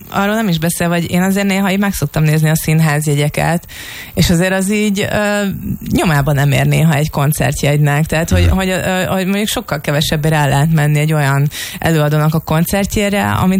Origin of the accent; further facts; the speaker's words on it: Lake Balaton area, Hungary; én ugye Balatonon nőttem fel